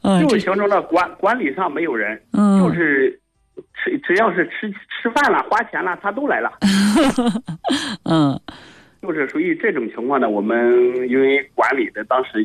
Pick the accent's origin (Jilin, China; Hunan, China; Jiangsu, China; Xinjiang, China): Jiangsu, China; Liangji, Suining County; 因为我们孙宁县梁集的我们老家